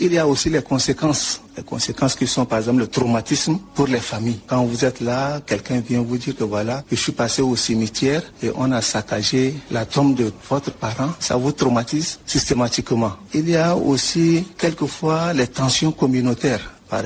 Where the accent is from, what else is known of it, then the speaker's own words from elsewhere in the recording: Chad; Sur le plan juridique, chez nous au Tchad, comme ailleurs, c'est un délit